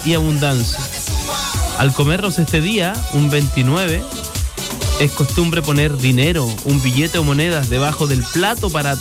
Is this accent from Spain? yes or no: no; Chile; Eso que soy chileno, parece.